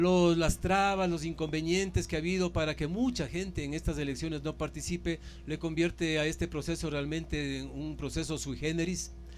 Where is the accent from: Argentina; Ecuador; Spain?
Ecuador